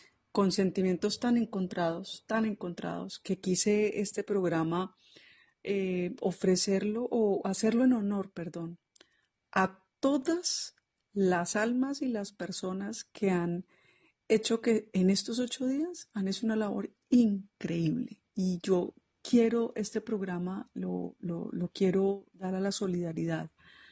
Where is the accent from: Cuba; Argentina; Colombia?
Colombia; Cali, Valle del Cauca; en mi país sufrimos un terremoto terrible, terrible, y mi ciudad fue una de las más afectadas